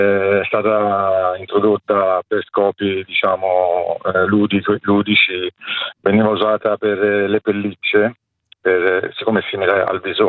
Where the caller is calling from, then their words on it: Montecatini Terme, Tuscany, Italy; Siamo da Montecatini Terme